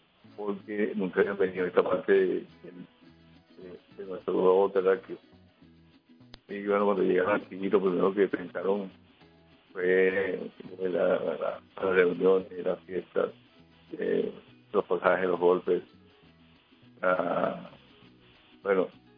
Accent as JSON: {"language": "Spanish", "country": "Venezuela"}